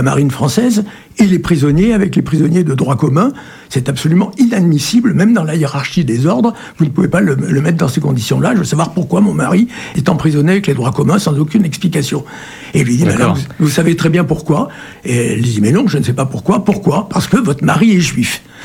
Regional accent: Périgueux, Nouvelle-Aquitaine, France; born there; Alors moi je suis né à Périgueux

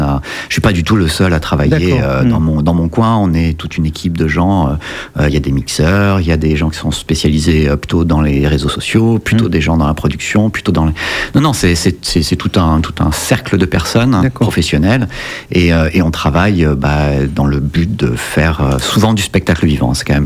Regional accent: Nouvelle-Aquitaine, France; moved away as an adult; also born or lived in Paris; moi j'ai vécu pas mal sur Paris. Et pourquoi je suis arrivé dans le Périgord ? Tout simplement parce que j'en suis natif. Je suis né vraiment dans le Nord Périgord, ma famille est encore là.

